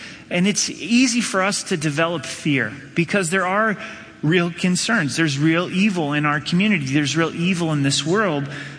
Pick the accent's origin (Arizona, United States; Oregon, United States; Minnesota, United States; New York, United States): Oregon, United States; I grew up in Southern Oregon